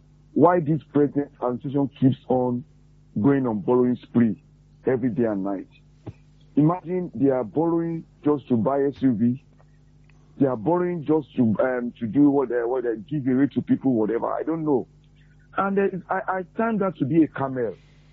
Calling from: Nigeria; calling from Akwata.

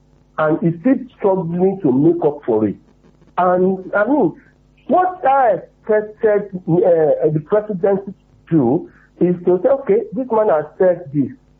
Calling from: Ibadan, Oyo, Nigeria; I'm calling from Awotan.

